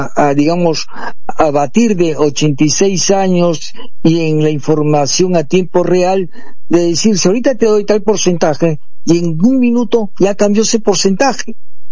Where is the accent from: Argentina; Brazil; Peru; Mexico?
Peru; now in Tacna, Peru; Estamos luchando acá en Tacna con una votación contra la nación aymara. Y yo digo, pero si en el Perú no hay ninguna nación aymara. Todos somos peruanos